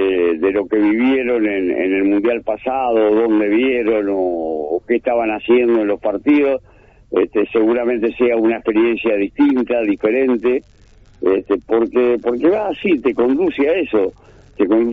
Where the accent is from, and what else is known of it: Uruguay